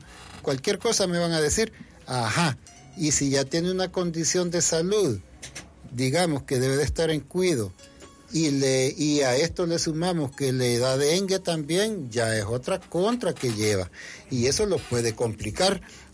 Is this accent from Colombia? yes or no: no; El Salvador; nosotros como sociedad, digamos, acá salvadoreña